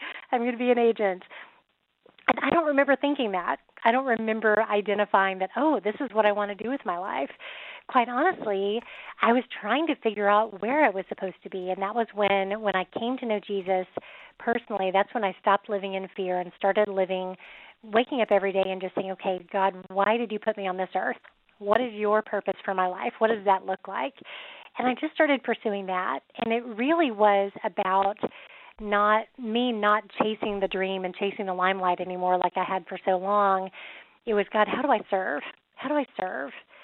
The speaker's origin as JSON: {"language": "English", "region": "Oklahoma", "country": "United States", "tie": "born or raised there", "said": "I think growing up in Oklahoma, everyone, it's the Bible Belt. At least when I grew up, everybody called themselves a Christian."}